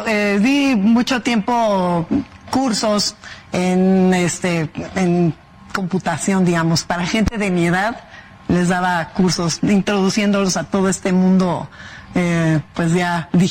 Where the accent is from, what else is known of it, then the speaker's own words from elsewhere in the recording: Mexico; Sí, somos ¿no? mexicanos 100%.